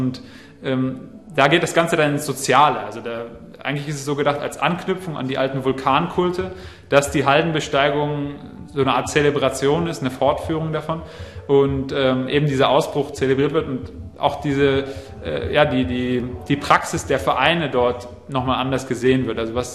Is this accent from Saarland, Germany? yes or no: no; Marburg, Hesse, Germany; now in Halle, Germany